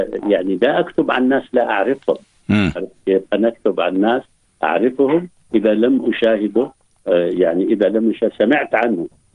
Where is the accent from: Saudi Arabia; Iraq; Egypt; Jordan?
Jordan; إحنا عندنا بالأردن